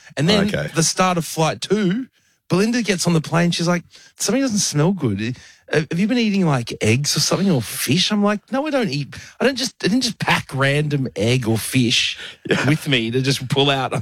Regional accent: Australia; And we had not thought to make sure that we had applied for that because we're Australian.

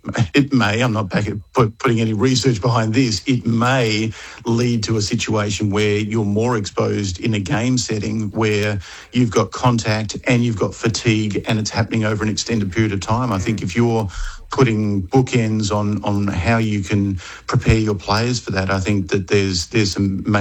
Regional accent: Melbourne, Victoria, Australia; Sure. So I grew up in Melbourne. I'm a physio by background

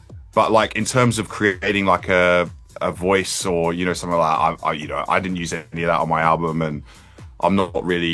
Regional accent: Adelaide, South Australia, Australia; moved away as an adult; also born or lived in Melbourne; now in Essex, United Kingdom; All right, so I am in London, but I grew up in Australia.

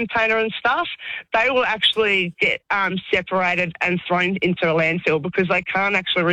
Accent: Werribee, Victoria, Australia; So I'm from a Wyndham, I'm from Werribee, and we've got three bins.

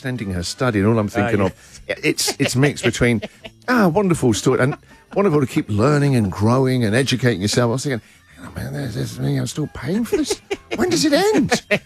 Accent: England, United Kingdom; now in Australia; I'm English.

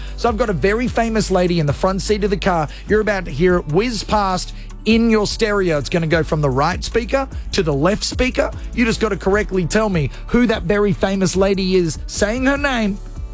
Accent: Gold Coast, Queensland, Australia; I came on here to humble you because guys from the Gold Coast need to be humbled. I am from the Gold Coast.

